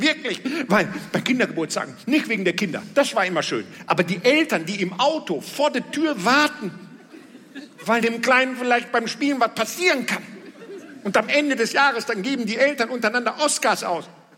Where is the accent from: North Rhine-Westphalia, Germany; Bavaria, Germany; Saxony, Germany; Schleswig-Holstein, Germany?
North Rhine-Westphalia, Germany; Bad Driburg; born there; now in Münster, Germany; Ich bin doch hier in der Ecke geboren. Einfach einmal da, halb da über den, ne? Bad Driburg